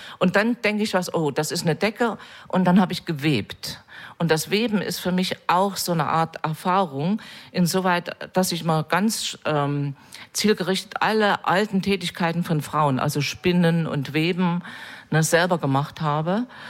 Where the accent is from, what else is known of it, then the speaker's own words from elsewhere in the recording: East Germany, Germany; Also ich komme aus der DDR und da hieß das Gleichberechtigung.